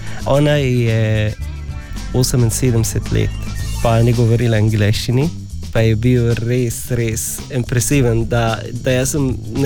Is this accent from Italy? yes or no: no; Palestine; Slovenian is a second language; also born or lived in Sanaa, Yemen; Jaz sem 24 let, jaz sem iz Palestina. In pol Egipčan tudi